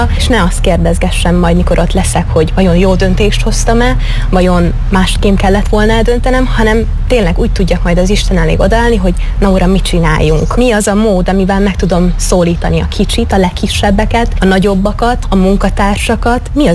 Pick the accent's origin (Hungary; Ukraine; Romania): Ukraine; Beregújfalu, Zakarpattia Oblast; Beregújfaluból származom, 23 éves vagyok